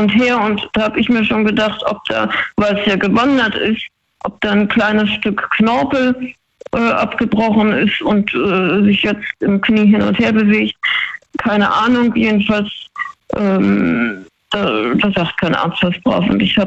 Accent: Baden-Württemberg, Germany; Bei Freiburg, kurz gesagt.

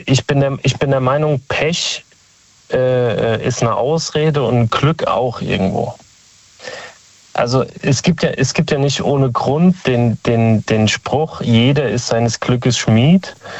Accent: Speyer, Rhineland-Palatinate, Germany; Aus Speyer.

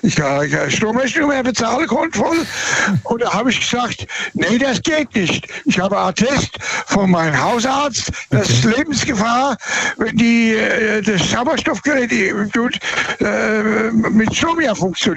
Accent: Birnbach, Germany; born there; Und zwar weiß ich, wo ich geboren bin, in dem Ort Birnbach.

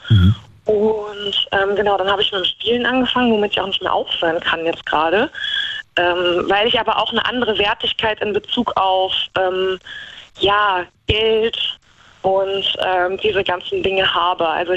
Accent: Bonn, North Rhine-Westphalia, Germany; now in Hagen, Germany

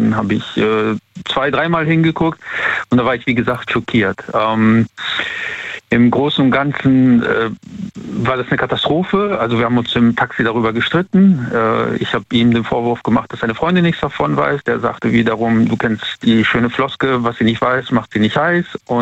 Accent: Siegburg, North Rhine-Westphalia, Germany; Ich komme ja aus Siegburg, Bonn, die Ecke ist das ja.

